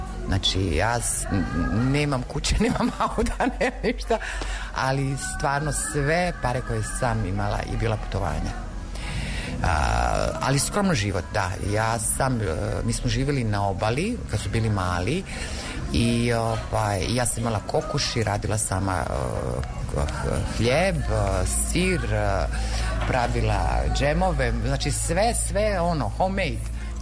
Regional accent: Bosnia & Herzegovina; Znači, ja dolazim iz Bosne, onda Istra, Slovenija, znači, tu je kulinarika, moja mama, znači, kuvanje, Bosna, hello.

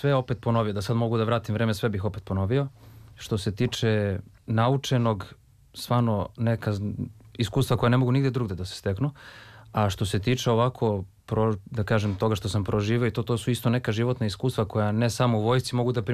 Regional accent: Belgrade, Serbia; Ja sam iz Beograda, živim tu kod Sava centra.

